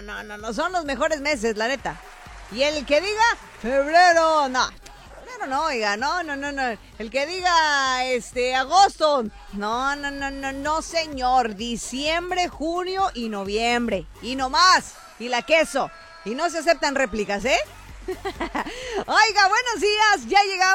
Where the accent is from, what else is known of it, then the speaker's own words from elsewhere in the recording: Mexico; Porque todo, porque somos mexicanos, ¿verdad?